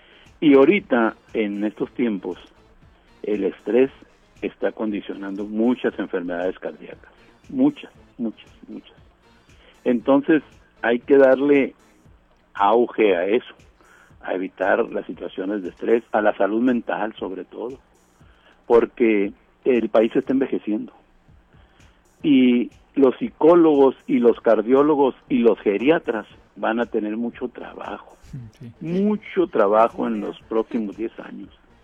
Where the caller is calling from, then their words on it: Mexicali, Baja California, Mexico; Yo soy médico de profesión … vengo de Mexicali de vacaciones aquí en Ensenada